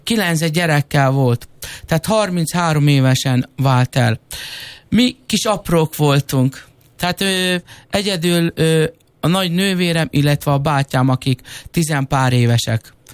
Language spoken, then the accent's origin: Hungarian; Ercsi, Fejér, Hungary; born there; also born or lived in Sárbogárd